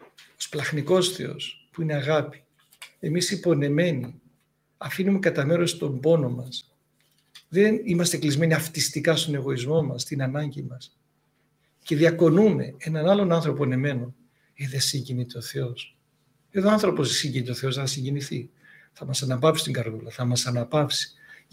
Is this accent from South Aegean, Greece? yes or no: no; Thessaloniki, Central Macedonia, Greece; Και θα τελειώσουμε, παππούλη μου, αφού είμαστε και από τη Θεσσαλονίκη, με ένα μικρό κειμενάκι του σοφού, του μακαριστού Νίκου Πεντζίκη.